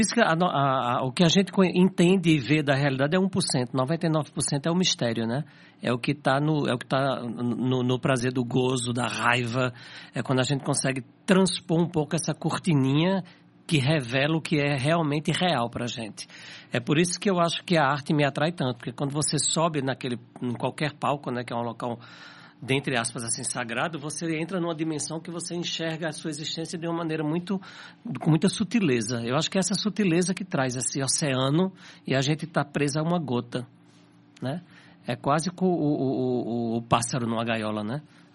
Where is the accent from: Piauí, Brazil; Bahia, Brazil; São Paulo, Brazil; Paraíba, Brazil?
Paraíba, Brazil; João Pessoa; born there; now in Recife, Brazil; Então, eu nasci em João Pessoa. Eu estou com 61 a 60 anos atrás. João Pessoa era uma cidade muito pequenininha, né?